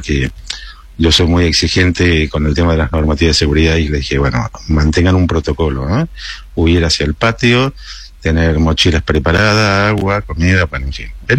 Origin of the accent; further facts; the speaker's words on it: Mendoza, Argentina; moved away; also born or lived in San Juan, Argentina; Yo nací en San Juan, pero me crié en Mendoza